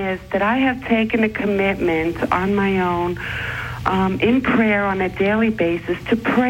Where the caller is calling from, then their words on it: Westchester, New York, United States; I'm from Westchester, New York.